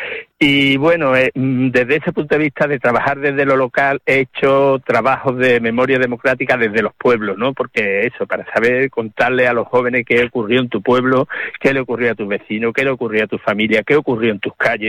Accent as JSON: {"language": "Spanish", "town": "Alcalá de los Gazules", "region": "Andalusia", "country": "Spain", "tie": "born or raised there", "said": "en mi pueblo, en Alcalá de los Cazules, que yo soy de allí, de Cádiz"}